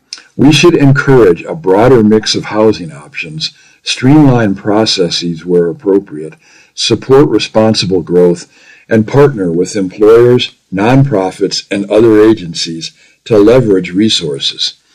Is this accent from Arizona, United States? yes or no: yes; Flagstaff, Arizona, United States; I grew up in Flagstaff, and I know how difficult it has become to stay in the community we love.